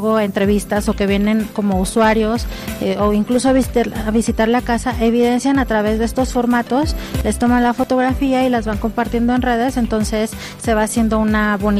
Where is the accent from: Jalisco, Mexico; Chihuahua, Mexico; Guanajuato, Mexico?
Guanajuato, Mexico; soy orgullosamente guanajuatense